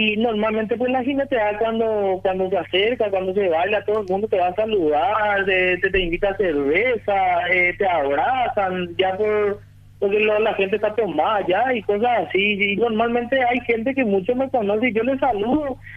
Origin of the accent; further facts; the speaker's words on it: Caacupé, Cordillera, Paraguay; yo soy de Cacupé